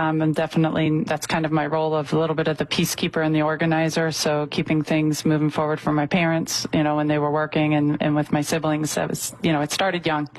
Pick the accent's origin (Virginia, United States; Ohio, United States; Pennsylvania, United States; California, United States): Pennsylvania, United States; Springfield; I'm from Springfield, Delaware County.